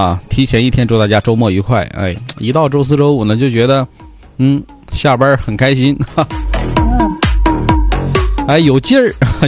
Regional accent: Northeast China, China; 作为东北人吧，咱们这边比较干

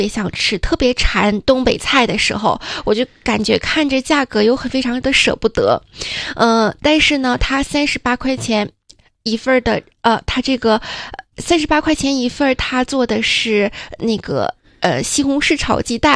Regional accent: northern China, China; moved away as an adult; now in Macau; 其实作为一个土生土长的北方的孩子、

